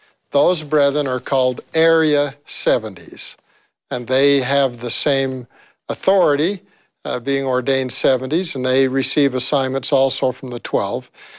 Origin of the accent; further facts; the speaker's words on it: Raymond, Alberta, Canada; The town I grew up in was a small Mormon town. It's in Canada, and some people are surprised to hear that it was essentially a Mormon town.